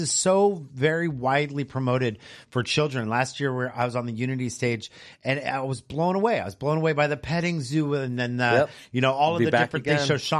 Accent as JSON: {"language": "English", "area": "Bay Area", "region": "California", "country": "United States", "moved": "yes", "lives_now": "Emerald Triangle, United States", "said": "I'm from the Bay Area"}